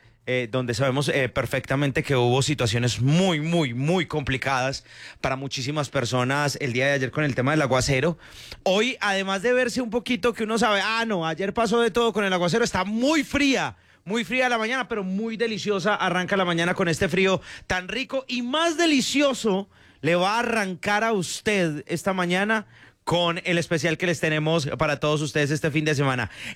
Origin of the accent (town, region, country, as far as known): Antioquia, Colombia